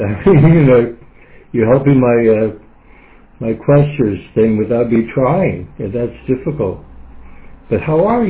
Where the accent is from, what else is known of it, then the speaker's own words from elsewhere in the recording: Nantucket, Massachusetts, United States; I am a man from Nantucket. I was born there. I spent many years there. And Nantucket native